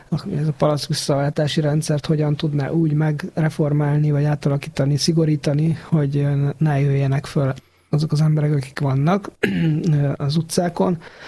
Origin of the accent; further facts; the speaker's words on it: Kecskemét, Bács-Kiskun, Hungary; én szülővárosomban Kecskeméten is látom, hogy szinte ugyanaz megy, mint a mint Budapesten.